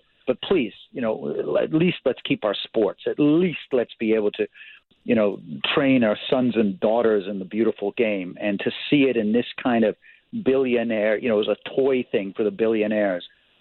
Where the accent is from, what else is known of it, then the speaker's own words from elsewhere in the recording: Canada; being Canadian